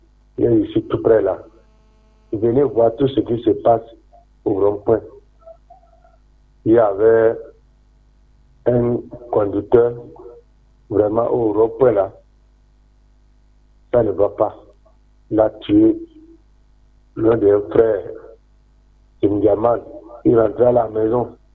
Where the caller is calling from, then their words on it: Parakou, Borgou, Benin; de Pidamagourou.